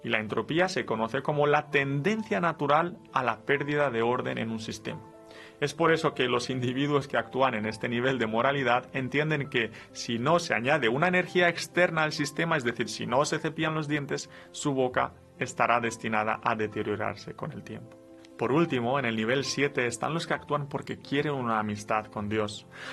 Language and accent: Spanish; Romania; Spanish is a second language; now in Spain; yo no soy español, soy de Rumanía, entonces a veces me cuesta y tengo que traducir las cosas del castellano al rumano.